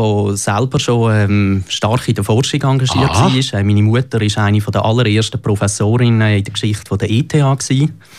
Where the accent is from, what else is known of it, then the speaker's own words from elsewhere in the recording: Dielsdorf, Zurich, Switzerland; moved away as an adult; also born or lived in St. Gallen / United States / Madrid; now in Zürich, Switzerland; Ich bin aufgewachsen in Dielsdorf im Zürich Unterland, habe dann, wie du ja auch, in St. Gallen studiert und bin von dort dann in die weite Welt gezogen. Habe fast 10 Jahre in den USA verbracht.